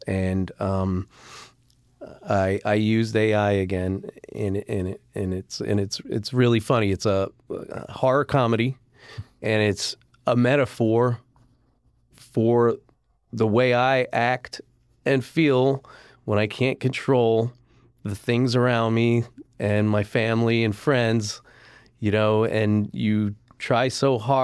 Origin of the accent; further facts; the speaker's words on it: Florida, United States; we're from Florida, so never been out to this side of the country